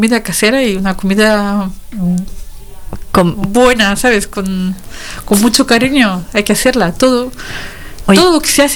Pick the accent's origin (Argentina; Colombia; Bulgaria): Bulgaria; moved away as an adult; now in Quintana del Puente, Spain